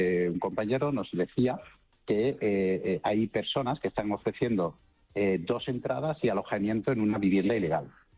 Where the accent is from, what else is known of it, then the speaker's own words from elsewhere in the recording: Seville, Andalusia, Spain; moved away as an adult; now in Valladolid, Spain; soy vallisoletano de adopción, porque mi ciudad de origen es Sevilla, es Andalucía. Llevo 9 años aquí viviendo en Valladolid.